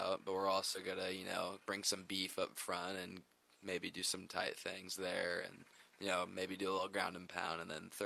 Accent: McCool Junction, Nebraska, United States; I'm from McCool Junction, and I'm going to be playing quarterback and defensive back.

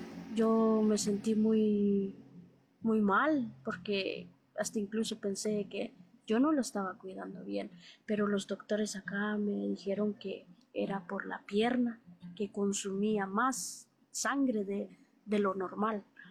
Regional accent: Guatemala; moved away as an adult; now in Nebraska, United States; Venimos de Ames, Nebraska, está cerca aquí de Fremont. Somos de Guatemala. Viajamos para acá a Estados Unidos

